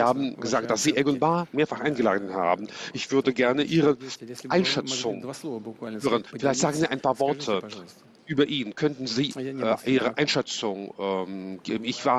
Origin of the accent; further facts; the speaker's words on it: Switzerland; Ich komme aus der Schweiz.